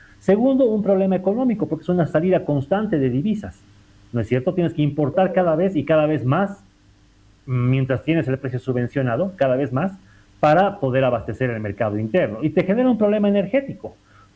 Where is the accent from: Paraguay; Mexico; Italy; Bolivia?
Bolivia; No podemos seguir como bolivianos esperando que una autoridad de turno sea la que decida si el precio sube o baja.